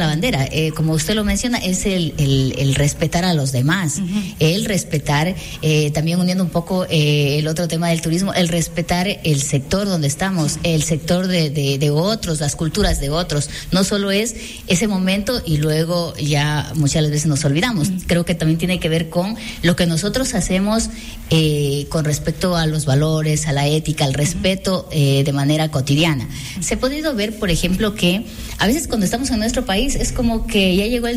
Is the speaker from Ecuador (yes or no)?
yes; Ecuador